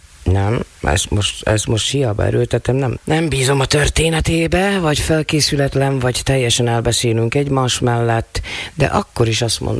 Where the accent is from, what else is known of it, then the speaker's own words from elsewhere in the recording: Ragyolc, Nógrád, Hungary; mai napig Ragyolcinak tartom, tehát nekem ott a hazám, tehát nem itt nőttem föl